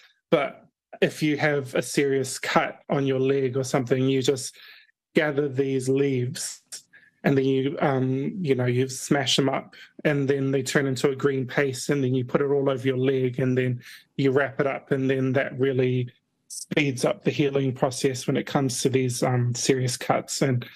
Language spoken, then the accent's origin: English; Cook Islands; I grew up here in the Cook Islands, so I feel like I have the right to document this knowledge and to try and archive it and, you know, keep this knowledge alive.